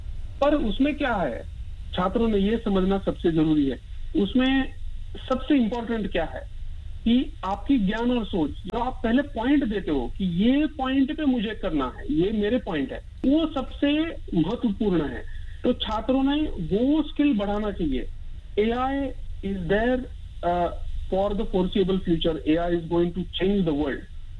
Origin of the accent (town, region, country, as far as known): Pune, Maharashtra, India; moved away as an adult; now in Australia